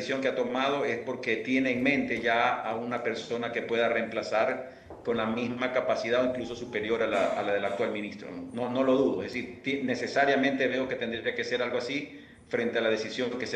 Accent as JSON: {"language": "Spanish", "town": "Guayaquil", "region": "Guayas", "country": "Ecuador", "said": "a mí como guayaquileño y como ecuatoriano"}